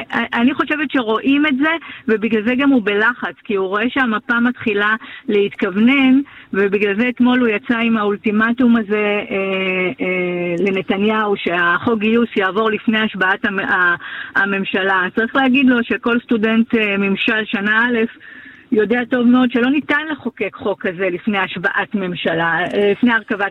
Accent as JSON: {"language": "Hebrew", "region": "Northern Israel", "country": "Israel", "said": "אני מגיעה מהצפון, אז אני מדברת מדם ליבי כאן"}